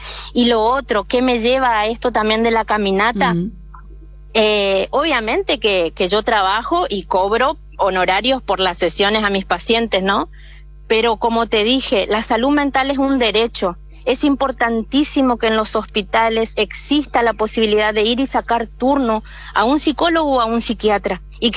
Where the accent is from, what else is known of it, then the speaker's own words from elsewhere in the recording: Buenos Aires, Argentina; also born or lived in Formosa; now in Itatí, Argentina; Yo soy porteña, pero la vida llevó a mi familia a Formosa. Entonces, en Formosa hay parte de mi familia, mi consultorio, y mi mamá está viviendo ahora en Itatí hace 4 años aproximadamente.